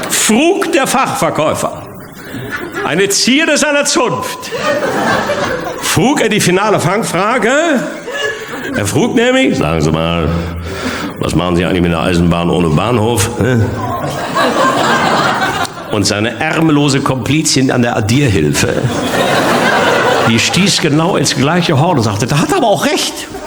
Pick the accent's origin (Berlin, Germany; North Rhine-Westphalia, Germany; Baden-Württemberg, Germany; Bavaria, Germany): North Rhine-Westphalia, Germany; Bochum; Ich komme aus Bochum